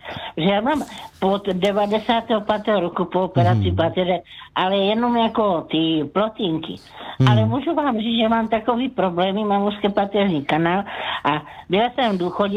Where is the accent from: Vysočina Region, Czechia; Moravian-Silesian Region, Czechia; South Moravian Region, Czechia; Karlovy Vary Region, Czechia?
South Moravian Region, Czechia; Brno; já jsem v Brně a to je jako jediná, odkud pocházím, jo?